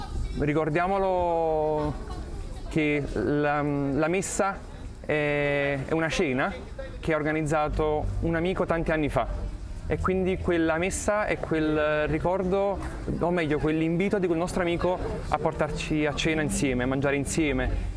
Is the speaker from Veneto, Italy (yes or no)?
no; Naples, Campania, Italy; vengo da Napoli e sto venendo qui a Medjugorje